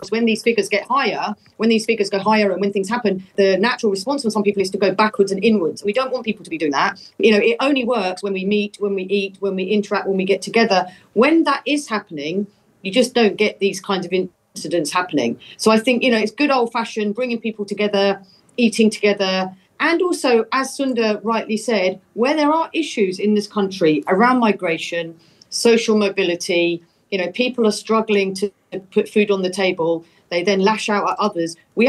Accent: United Kingdom; us as British Muslims

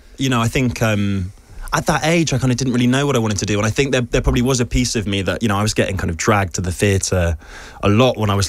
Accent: London, United Kingdom; I grew up in London.

